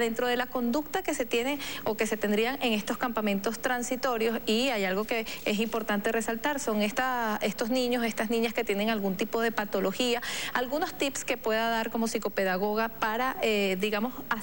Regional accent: Venezuela

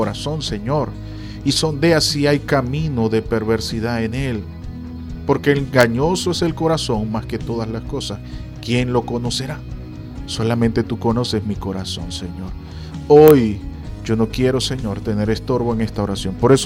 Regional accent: Venezuela

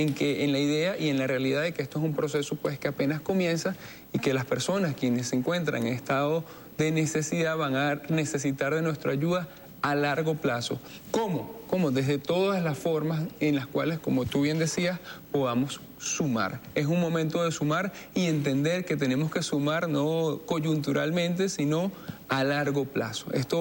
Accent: Venezuela; no nos debemos limitar como venezolanos

